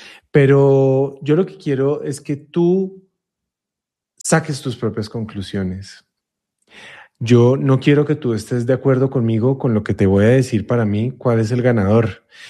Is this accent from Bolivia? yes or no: no; Colombia; moved away; Yo soy colombiano